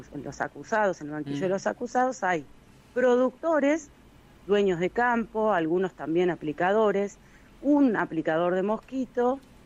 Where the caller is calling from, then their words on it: Exaltación de la Cruz, Buenos Aires Province, Argentina; acá en el municipio fumigado de Exaltación de la Cruz, provincia de Buenos Aires, ¿no? O sea, todo queda en provincia de Buenos Aires hoy.